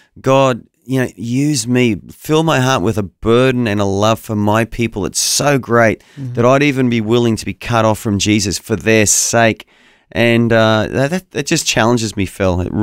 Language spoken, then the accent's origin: English; Australia; for the sake of my people, my Australian people